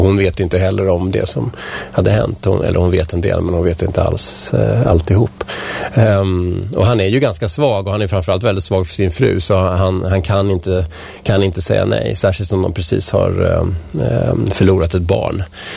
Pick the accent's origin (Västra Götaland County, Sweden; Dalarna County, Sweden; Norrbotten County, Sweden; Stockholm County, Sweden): Stockholm County, Sweden; Vällingby; also born or lived in Strängnäs; now in Nacka, Sweden